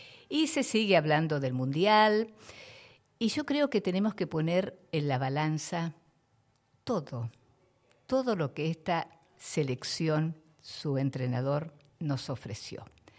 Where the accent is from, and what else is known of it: Argentina